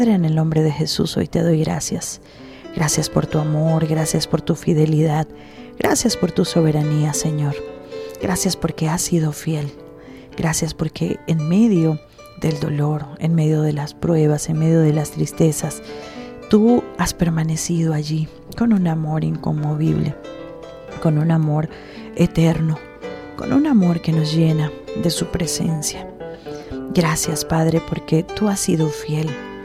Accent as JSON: {"language": "Spanish", "country": "Venezuela"}